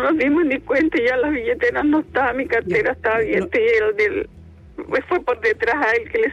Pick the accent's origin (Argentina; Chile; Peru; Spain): Chile; Viña del Mar, Valparaíso; Somos de Viña y ella pertenece al Hospital Naval.